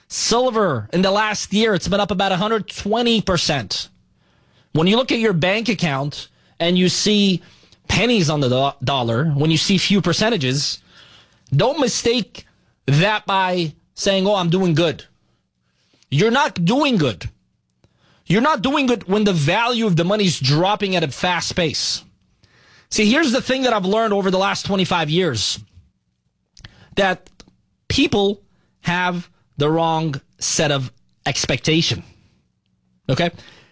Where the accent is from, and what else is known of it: Beirut, Beirut Governorate, Lebanon; born or raised there; moved away